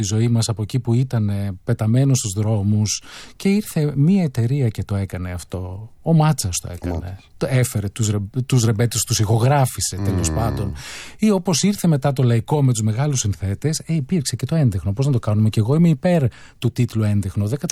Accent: Koropi, Attica, Greece; born there; Εντάξει, έχω γεννηθεί τη δεκαετία του 70, το 1972, στο Κοροπή. Όταν γεννήθηκα εγώ στο Κοροπή, ακόμα χωματόδρομοι.

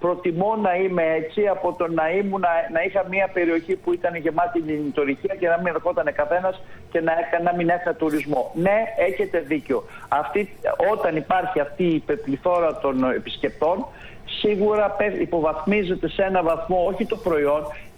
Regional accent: Greece

